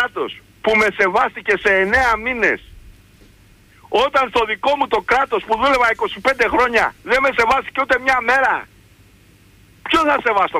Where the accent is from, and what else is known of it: Greece; moved away as an adult; now in England, United Kingdom